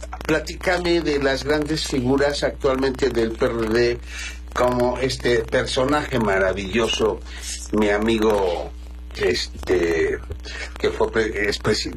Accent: Teloloapan, Guerrero, Mexico; born there; yo nací en Tlaloapan.

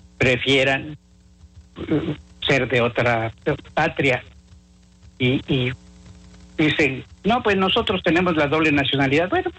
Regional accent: Mexico; a nosotros, a los mexicanos, a los que vivimos en este país, a los que queremos este país

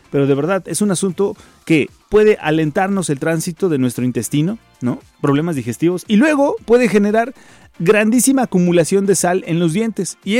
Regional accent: Mexico

